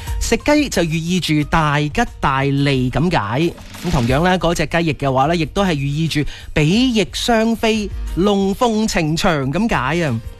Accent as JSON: {"language": "Cantonese", "region": "Guangdong", "country": "China", "said": "对我哋广东人嚟讲咧，真系无孔不入啊！"}